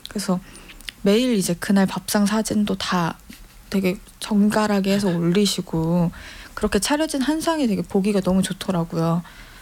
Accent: Chungcheong, South Korea; 저는 충청도 사람이라

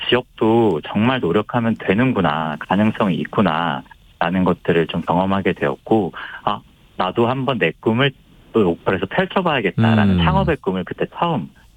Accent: Seoul, South Korea; moved away as an adult; now in Hongseong, South Korea; 저는 서울에서 이태원에서 태어난

